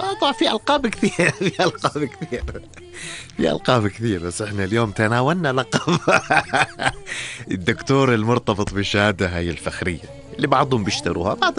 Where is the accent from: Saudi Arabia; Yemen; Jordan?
Jordan; وأي شخص عندنا يغتني في الأردن